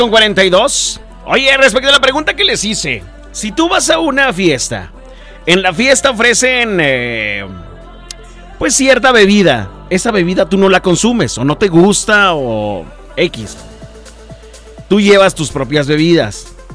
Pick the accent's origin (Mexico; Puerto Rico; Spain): Mexico; Gómez Palacio, Durango; now in Chihuahua, Mexico; Soy originario de Gómez Palacio, Durango, pero estoy en este bello estado que se llama Chihuahua por trabajo.